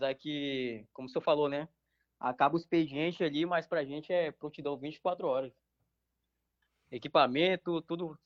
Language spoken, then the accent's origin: Portuguese; Tabatinga, Amazonas, Brazil; Sou de Tabatinga, Sainz.